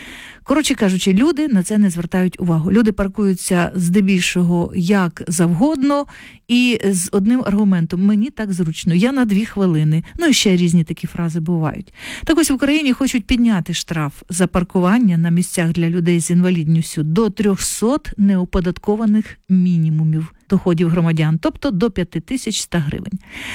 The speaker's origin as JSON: {"language": "Ukrainian", "town": "Kharkiv", "region": "Kharkiv Oblast", "country": "Ukraine", "lives_now": "Lviv, Ukraine", "said": "харків'янин."}